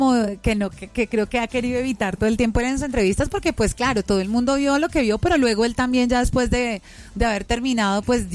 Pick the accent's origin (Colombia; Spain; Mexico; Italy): Colombia